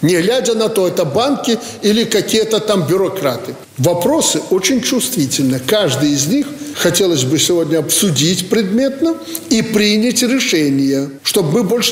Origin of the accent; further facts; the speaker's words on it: Belarus; мы, белорусы, должны сделать для улучшения ситуации.